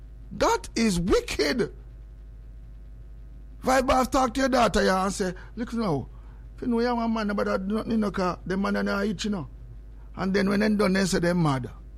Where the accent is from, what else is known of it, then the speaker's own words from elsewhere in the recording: Trelawny, Jamaica; Yo! Me nah, I'm from Trelawney.